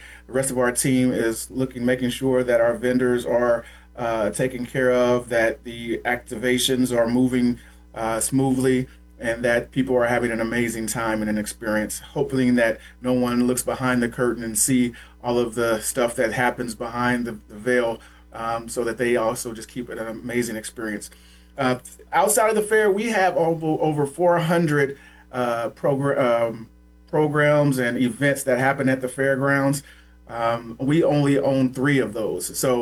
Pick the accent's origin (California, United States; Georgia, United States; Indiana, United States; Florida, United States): Indiana, United States; Indianapolis; I am born and raised in Indianapolis. Went to Broad Ripple High School, the best high school in the city.